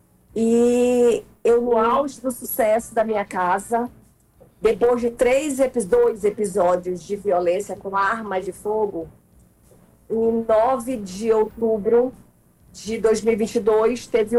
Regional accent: Santana, Amapá, Brazil; moved away as an adult; now in Portugal; eu sou de Santana

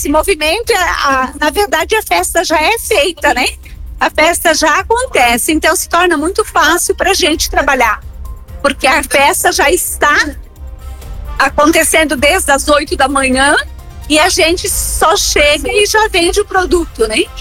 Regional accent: Atalanta, Santa Catarina, Brazil; born there; Eu sou nascida em Dona Luísa, Atalanta. Filha de pais nascidos em Atalanta. E sempre trabalhei em Atalanta.

